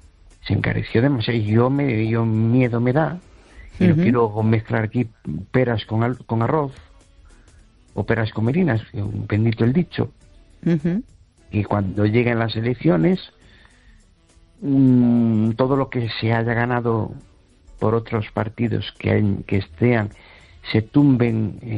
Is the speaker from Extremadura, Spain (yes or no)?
no; Amoeiro, Galicia, Spain; now in Tarragona, Spain; de Amoeiro, que hoy te habla, qué cosa más curiosa. Se me hace raro llamarte desde Tarragona.